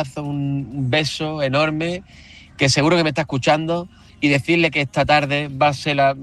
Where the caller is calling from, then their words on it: Málaga, Andalusia, Spain; le llamo desde Málaga.